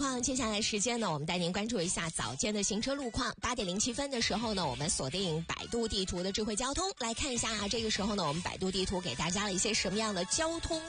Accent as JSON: {"language": "Chinese", "area": "Yanbian", "region": "Jilin", "country": "China"}